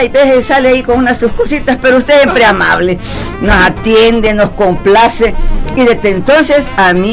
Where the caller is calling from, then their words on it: San Salvador, El Salvador; yo soy de aquí, de San Salvador.